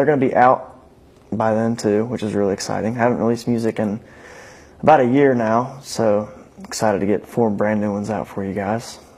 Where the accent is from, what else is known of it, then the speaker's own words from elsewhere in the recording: Winfield, West Virginia, United States; I grew up in Winfield, West Virginia, obviously, but I went to school at Winfield.